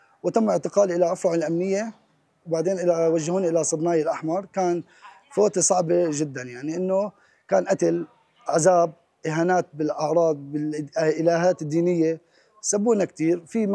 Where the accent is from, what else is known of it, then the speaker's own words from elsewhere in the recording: Syria; ورجينا على مخيمنا وعبيوتنا وعلى سوريا هي أمنا، نحن فلسطينيين سوريين واحد.